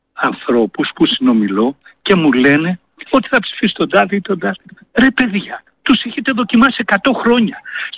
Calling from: Greece; από Αυγή.

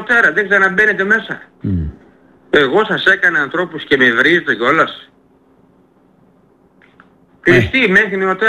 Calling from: Greece

